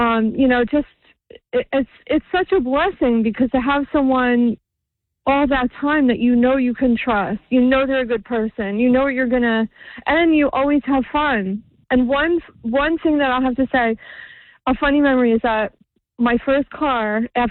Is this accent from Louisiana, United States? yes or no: no; Jackson, New Jersey, United States; we grew up in Jackson.